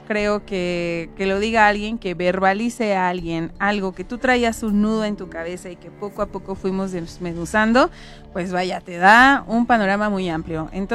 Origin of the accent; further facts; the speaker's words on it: Puebla, Mexico; Sí, soy hija de San Manuel.